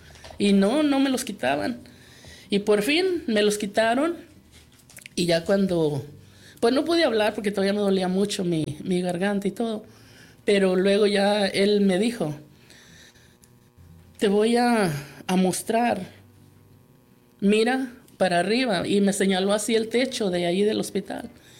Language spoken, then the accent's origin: Spanish; Jalpa, Zacatecas, Mexico; que yo soy de Jalpa, Zacatecas, y mi rancho es Corral de Piedra